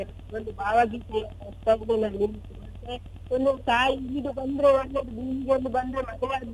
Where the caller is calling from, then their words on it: Puttur, Karnataka, India; ನಾನು ಪುತ್ತೂರಿನಿಂದ